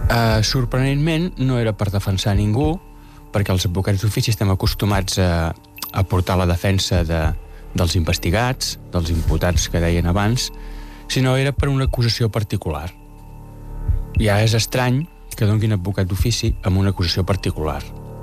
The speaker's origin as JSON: {"language": "Catalan", "town": "Sant Salvador de Guardiola", "region": "Catalonia", "country": "Spain", "said": "Jo soc de Sant Salvador de Guardiola"}